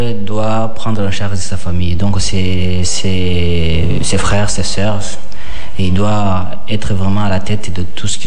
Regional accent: Rwanda; born there; Effectivement, je suis né au Rwanda.

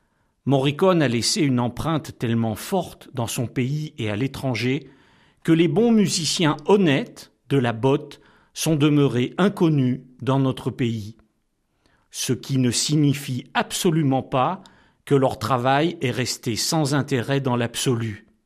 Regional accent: France; en tant que Français

